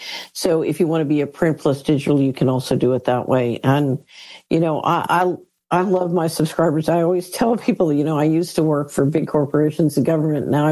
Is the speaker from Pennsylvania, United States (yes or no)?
yes; Philadelphia, Pennsylvania, United States; yeah, I grew up in West Philadelphia.